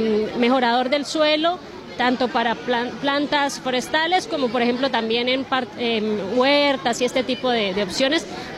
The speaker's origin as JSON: {"language": "Spanish", "country": "Colombia", "moved": "as an adult", "lives_now": "Tacuarembó, Uruguay"}